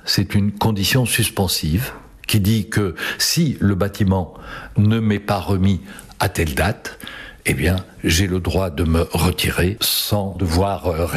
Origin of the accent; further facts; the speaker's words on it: Brussels, Brussels-Capital Region, Belgium; born there; je suis né à Bruxelles, je vis à Bruxelles, le chat est belge